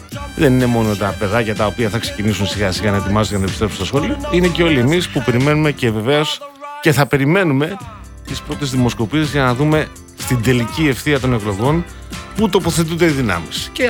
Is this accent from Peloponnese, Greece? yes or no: yes; Peloponnese, Greece; Όπως γνωρίζεις, Κασιανή μου, κατάγομαι από την Νότια Πελοπόννησο